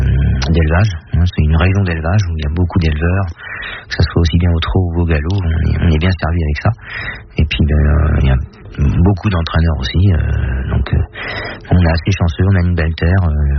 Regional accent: Avranches, Normandy, France; Bah, je suis né à Avranches déjà. Mmh. Hein, mes parents étaient de la Manche, donc j'ai passé toute mon enfance ici.

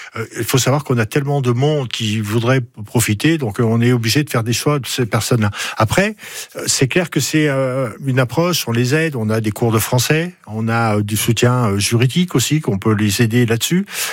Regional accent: France; chez nous en France

